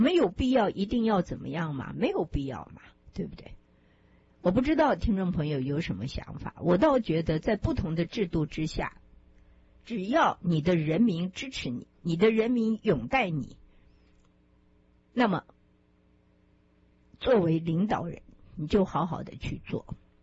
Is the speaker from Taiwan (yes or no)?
yes; Taiwan; born there; moved away; 我们出生在台湾啊，对不对？而且我们现在也不在台湾呢